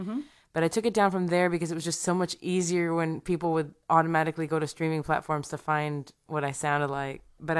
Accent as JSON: {"language": "English", "town": "Corpus Christi", "region": "Texas", "country": "United States", "said": "Corpus Christi."}